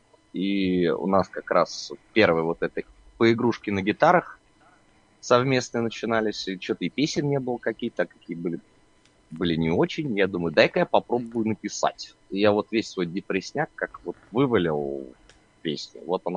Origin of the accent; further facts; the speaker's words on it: Moscow, Russia; Да, я москвич.